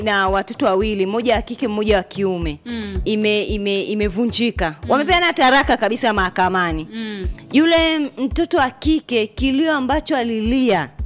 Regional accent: Tanzania; Bado sisi ni Watanzania

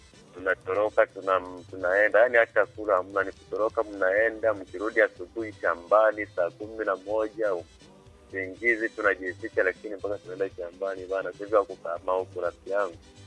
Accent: Tanzania; born there; Hapa miaka hiyo niko hapa kwa nyumbani kwetu Unyari hapa senta hapa.

